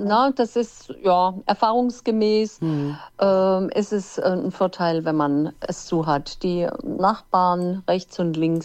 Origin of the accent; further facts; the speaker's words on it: Hesse, Germany; bin gebürtig aus dem Odenwald. Der Odenwald, das ist ja ein recht hochgelegenes Gebiet mit wunderschönen, vielen Wald.